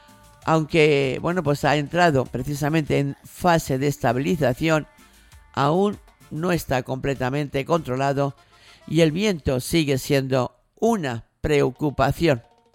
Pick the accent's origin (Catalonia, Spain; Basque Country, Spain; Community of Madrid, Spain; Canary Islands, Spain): Canary Islands, Spain; somos españoles también los canarios